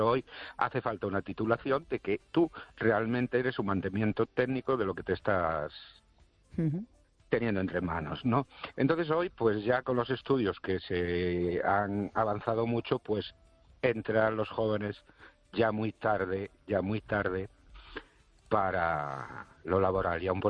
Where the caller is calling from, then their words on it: Ourense, Galicia, Spain; de Orense.